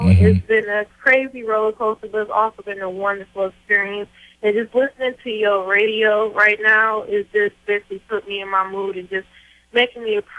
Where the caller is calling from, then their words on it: Flint, Michigan, United States; Hi, Steve. … I'm calling from Flint, Michigan.